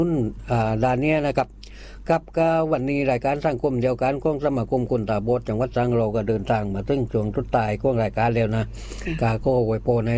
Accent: Nakhon Sawan, Thailand; จังหวัดนครสวรรค์

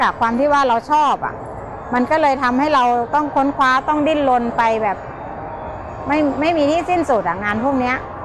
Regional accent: Khon Kaen, Thailand; also born or lived in Bangkok; สวัสดีค่ะ … โดยพื้นเพเป็นคนชาวจังหวัดขอนแก่นได้รับโอกาสดีที่ได้มาเรียนที่โรงเรียนสองคนตาบอดกรุงเทพ

